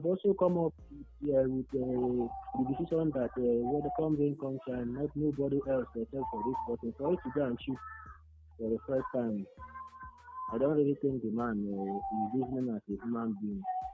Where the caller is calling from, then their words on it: Enugu, Enugu State, Nigeria; I'm calling from Enugu.